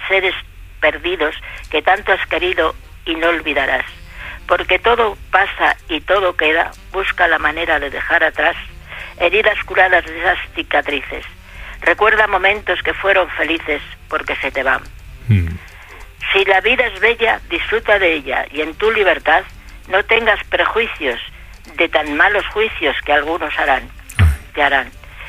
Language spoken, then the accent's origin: Spanish; Valladolid, Castile and León, Spain; Yo soy de Valladolid.